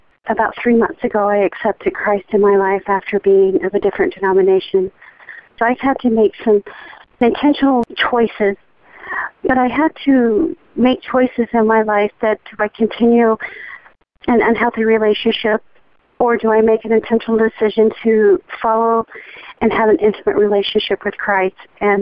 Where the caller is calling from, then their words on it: Mesa, Arizona, United States; I'm calling from Mesa, Arizona.